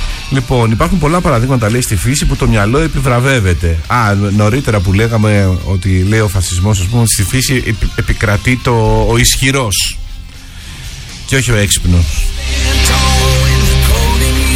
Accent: Gortynia, Peloponnese, Greece; στο χωριό μου που είναι στην ορεινή Γορτινία

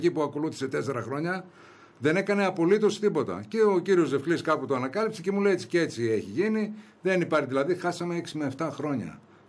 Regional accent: Greece; Εγώ γεννήθηκα εκεί, μεγάλωσα εκεί, έκατσα 16 χρόνια δήμαρχος.

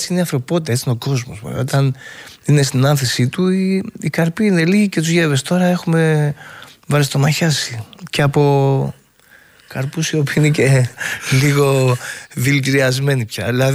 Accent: Piraeus, Attica, Greece; born there; also born or lived in Amygdalia, Phocis; Εγώ γεννήθηκα στον Πειραιά, πήγαινε, ερχόμασταν στο χωριό.

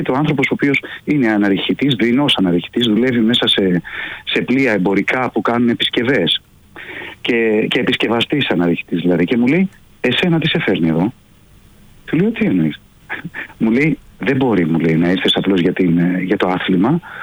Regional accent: Athens, Attica, Greece; Όχι, είμαι Αθηναίος που πάω στις Κουτσουπιές

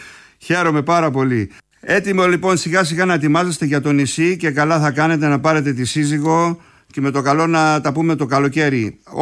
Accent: Kasos, South Aegean, Greece; από την Κάσο, το νησάκι μου.

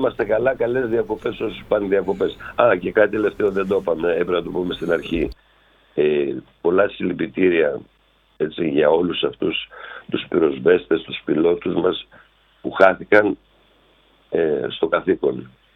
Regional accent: Thessaly, Greece; also born or lived in Argithea / Larissa; now in Volos, Greece; επειδή είμαι από την Αργιθέα, επειδή μεγάλωσα σε ένα χωριό των Φαρσάλων, επειδή σπούδασα στη Λάρισα, ήρθα στο Βόλο, τώρα γυρίζω όλη τη Θεσσαλία

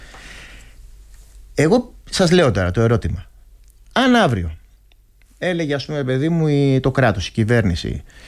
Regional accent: Greece; now in Germany; Και βάλτε και πόσοι Έλληνες νοσηλευτές ή βοηθοί νοσηλευτών, όπως καλή ώρα είμαι εγώ, φύγουν από τη Γερμανία.

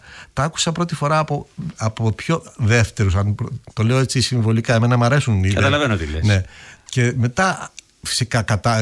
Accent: Peloponnese, Greece; Μετά όταν έμαθα ότι είμαι και εγώ από την Αρκαδία

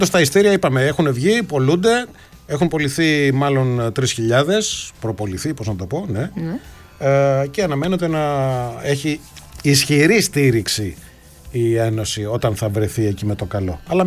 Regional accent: Heraklion, Crete, Greece; από το Ηράκλειο.

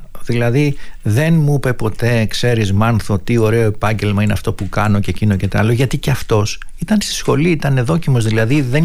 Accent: Athens, Attica, Greece; Η καταγωγή είναι από την Τίνο, αλλά δεν ζούσαμε στην Τίνο, ζούσαμε στην Αθήνα, στην Τσιμεντούπολη.

